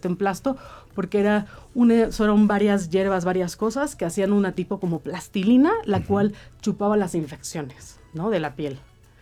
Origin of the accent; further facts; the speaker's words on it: Mexico; Es muchísimo más importante el porcentaje que donamos todos como ciudadanos mexicanos para apoyar a nuestros niños, ¿no?